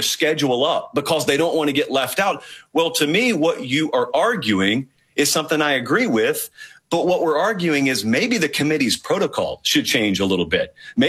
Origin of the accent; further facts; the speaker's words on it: Deep South, United States; I grew up in the Deep South. Everybody down there thinks that Notre Dame is evil for not having ever joined a conference.